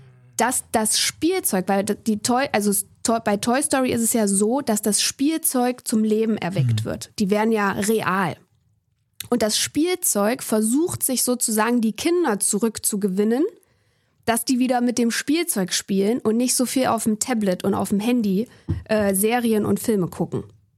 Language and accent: German; Thuringia, Germany; born there; now in Berlin, Germany